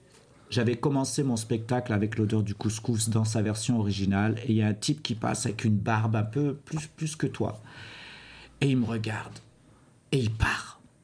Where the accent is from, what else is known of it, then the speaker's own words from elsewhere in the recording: France; born there; Ben, je viens de France, je suis né en France, je suis algérien.